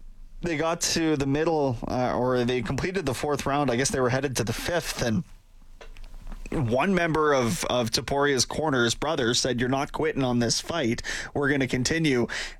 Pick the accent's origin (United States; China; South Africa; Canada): Canada; as a Canadian